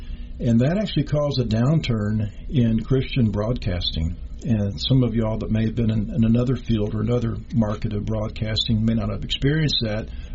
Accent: Texas, United States; also born or lived in Albuquerque, New Mexico; Born and raised in Texas and still live in Texas.

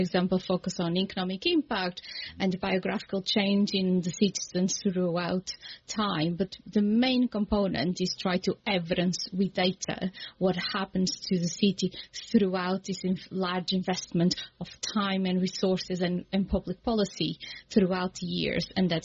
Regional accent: Porto, Norte, Portugal; English is a second language; now in Liverpool, United Kingdom; but as I mentioned, I come from Portugal, and my hometown is Porto, which was European Culture 2001.

